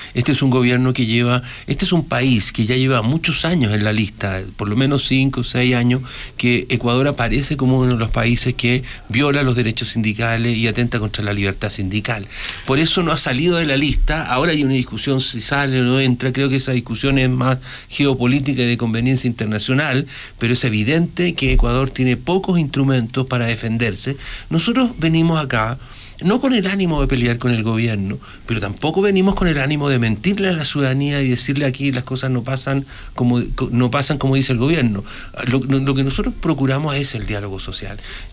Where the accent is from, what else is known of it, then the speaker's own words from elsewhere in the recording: Chile; A mí, como chileno